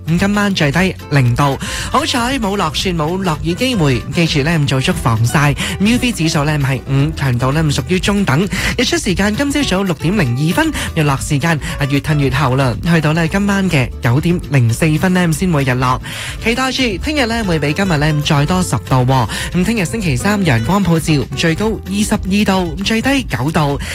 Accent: Canada; 我哋加拿大人

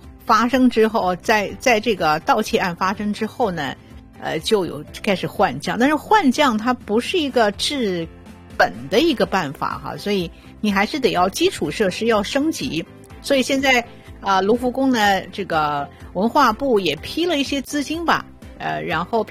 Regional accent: China; 我们中国人

